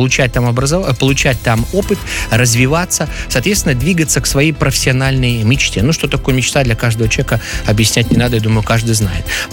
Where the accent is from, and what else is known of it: Belarus